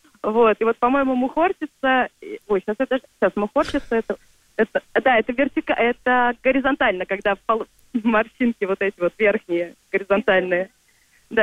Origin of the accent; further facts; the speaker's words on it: Moscow, Russia; Я из Москвы.